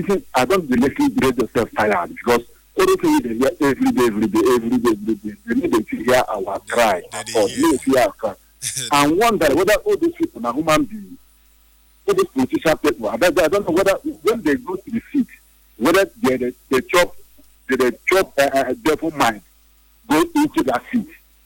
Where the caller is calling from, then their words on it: Nigeria; I'm calling from Obibo.